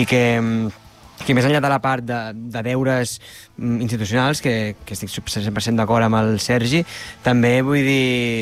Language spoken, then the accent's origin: Catalan; Catalonia, Spain; jo soc català